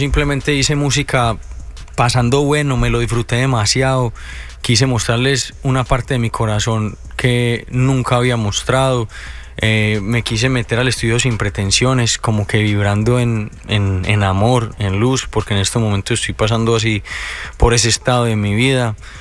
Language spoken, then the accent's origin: Spanish; Colombia; moved away; also born or lived in United States; Yo salí de Colombia buscando el oro en otros lugares y ya quizás pasé mucho tiempo afuera, y cuando me di cuenta era demasiado tarde y quise regresar a mis raíces